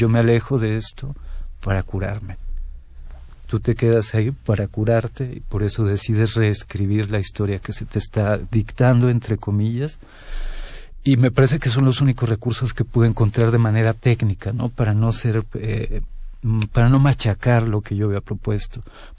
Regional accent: Acapulco, Guerrero, Mexico

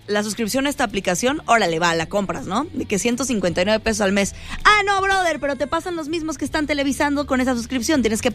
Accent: Mexico; nosotros como mexicanos vivimos este mundial con una euforia y con una pasión impresionante

